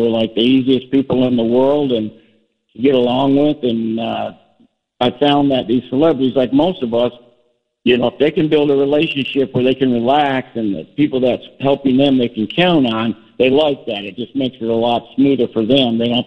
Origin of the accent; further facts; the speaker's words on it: Kalamazoo, Michigan, United States; now in Las Vegas, United States; raised, I think, maybe about an hour and a half drive from Chicago in Kalamazoo, Michigan.